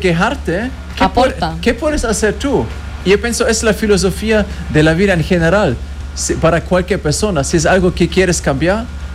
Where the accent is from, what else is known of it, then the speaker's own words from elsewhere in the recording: Germany; Spanish is a second language; now in Colombia; Yo soy alemán, pero estoy acá también.